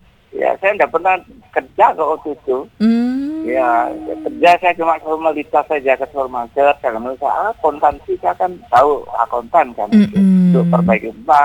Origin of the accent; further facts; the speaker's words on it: Bali, Indonesia; also born or lived in Surabaya; Tapi saya orang Bali ya. Di sini pun banyak saudara saya.